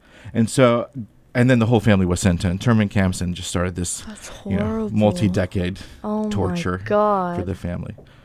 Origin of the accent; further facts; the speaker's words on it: Albania; English is a second language; now in United States; And so I'm an immigrant to the U.S. So mm-hmm. I came from Albania. I don't know how much you might know about Albania.